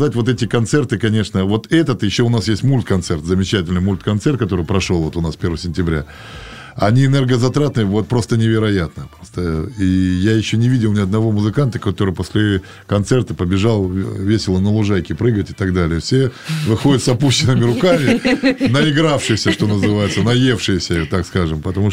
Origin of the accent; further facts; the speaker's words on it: Kazakhstan; now in Voronezh, Russia; Это самый большой был мой вызов для меня, что я приехал из Казахстана сюда.